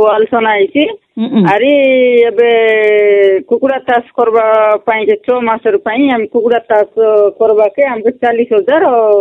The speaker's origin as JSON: {"language": "Odia", "town": "Barangguda", "region": "Odisha", "country": "India", "tie": "born or raised there", "said": "ଆମର ଗାଁ ବାରଙ୍ଗୁଡା GP ରାନୀଗୁଡା ତାନା Kundra post office ଭୂଷାଙ୍ଗୁଡା"}